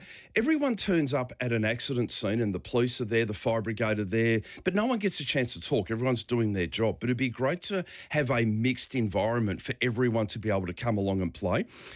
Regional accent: Forster, Victoria, Australia; They're down in Forster. I grew up in Forster.

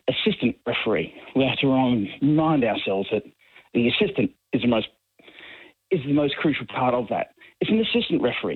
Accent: Zillmere, Queensland, Australia; I'm from Zilmere in Brisbane.

